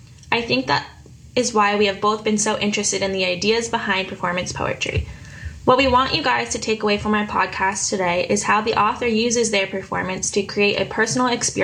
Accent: Santa Barbara, California, United States; I'm also 20 years old, but I'm from Santa Barbara, California.

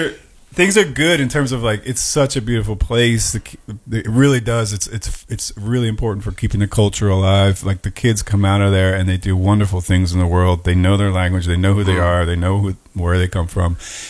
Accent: Ireland; English is a second language; I mean, here we are speaking English. I'm Irish. It's not what I'm supposed to be speaking.

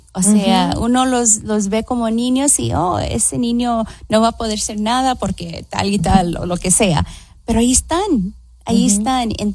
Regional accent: Los Angeles, California, United States; Yo me crié en los East LA, en el este de Los Ángeles

